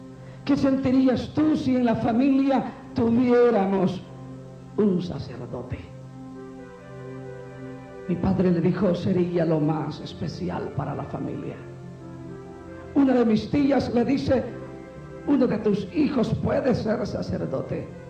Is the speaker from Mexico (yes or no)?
no; San Agustín, Usulután, El Salvador; Soy de la República del Salvador, del departamento de Usulután. Nací en un pequeño pueblo llamado San Agustín, bajo el seno de una familia muy católico romana.